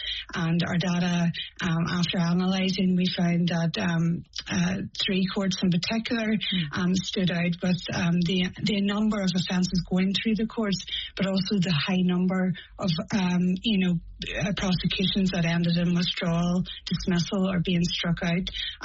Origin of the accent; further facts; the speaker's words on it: Northern Ireland, United Kingdom; moved away as an adult; now in Ireland; as you can hear from my accent, I'm from Northern Ireland.